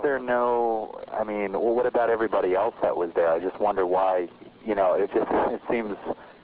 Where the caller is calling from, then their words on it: Medford, Oregon, United States; I'm calling from Medford, Oregon.